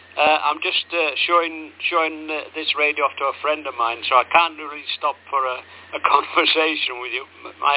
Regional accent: Anglesey, Wales, United Kingdom; now in Bridlington, United Kingdom; I'm originally from Anglesey. … the QTH is Bridlington.

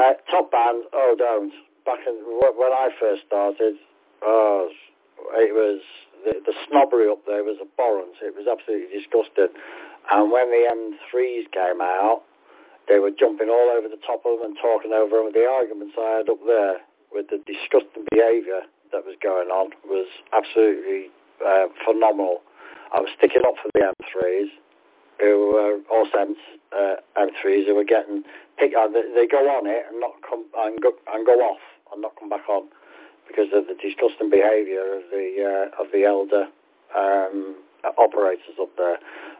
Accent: Liverpool, North West England, United Kingdom; I'm a Scouser. It's Liverpool.

